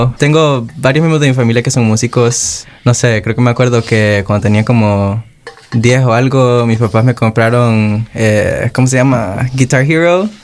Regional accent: Francisco Morazán, Honduras; Yo soy originalmente de Honduras, igual de las montañas, cerca de Tegucigalpa.

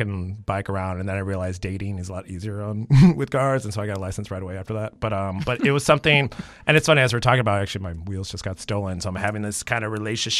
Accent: Chicago, Illinois, United States; grew up in Chicago, and I grew up in Logan Square, so it was very bikeable already, even in the 80s.

